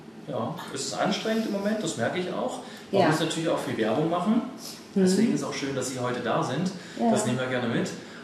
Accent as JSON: {"language": "German", "town": "Halle", "region": "Saxony-Anhalt", "country": "Germany", "said": "Ich komme aus Halle."}